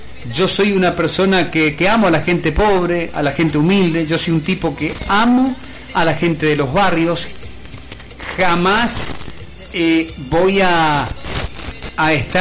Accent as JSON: {"language": "Spanish", "country": "Argentina", "said": "si vos te pones a analizar como argentino"}